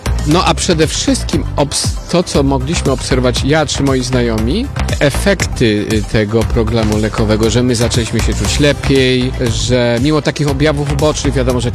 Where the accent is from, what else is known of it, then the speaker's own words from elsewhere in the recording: Tarnowskie Góry, Silesian Voivodeship, Poland; Pochodzę z pod Tarnowskich Gór, czyli z terenów Śląska.